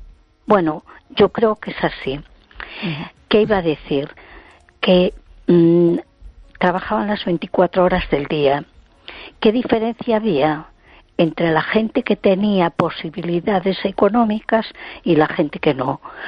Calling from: A Coruña, Galicia, Spain; de Coruña.

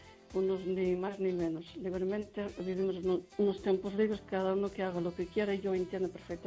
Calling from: Lugo, Galicia, Spain

